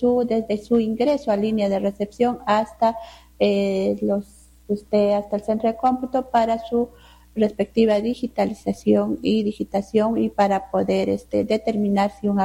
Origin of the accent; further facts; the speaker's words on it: Peru; a participar de ese deber cívico como peruanos que debemos ejercer.